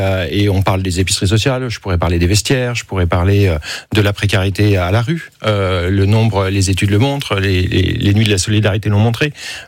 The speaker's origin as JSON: {"language": "French", "country": "France", "said": "moi ça fait 20 ans que je suis à la Croix-Rouge"}